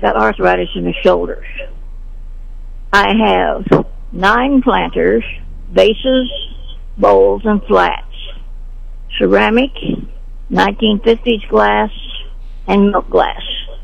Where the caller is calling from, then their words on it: Sedalia, Missouri, United States; Okay, I'm from Sedalia.